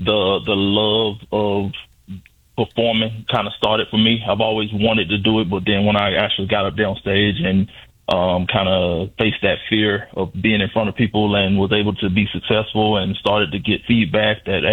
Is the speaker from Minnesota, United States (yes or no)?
no; Georgia, United States; moved away as an adult; now in Illinois, United States; in the Peoria, Illinois area. I'm originally from Georgia. I kind of transplanted up to Illinois, around 2012.